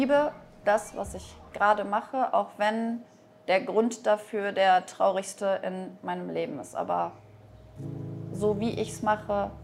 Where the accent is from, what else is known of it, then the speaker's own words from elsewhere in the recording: Warmian-Masurian Voivodeship, Poland; Wir kommen ursprünglich aus Polen, von den Masuren.